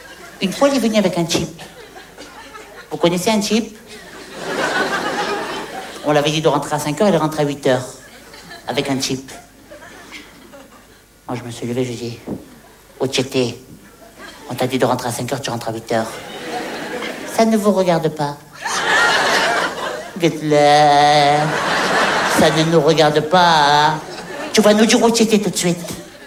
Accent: Hauts-de-France, France; Mais non, je suis du Pas-de-Calais. C'est Pas-de-Calais.

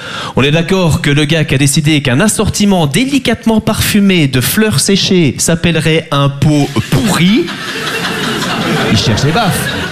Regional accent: Belgium; Moi, j'adore les Français, même si je suis belge

